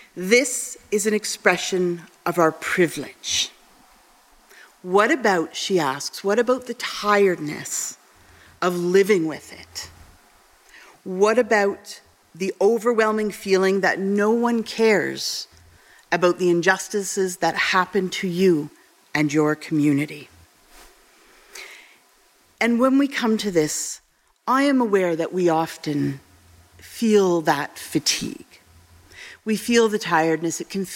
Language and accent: English; Hamilton, Ontario, Canada; born there; So I was born in June. I was born in June 1973, and I was born in Hamilton.